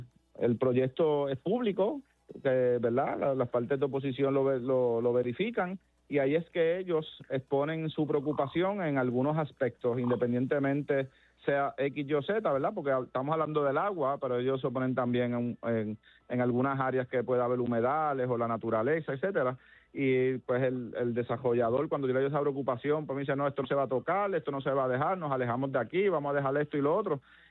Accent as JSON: {"language": "Spanish", "town": "Cabo Rojo", "country": "Puerto Rico", "said": "El candidato que uno entienda que no le ha respondido, en el caso mío, a mi pueblo, pues uno tiene que reclamarlo."}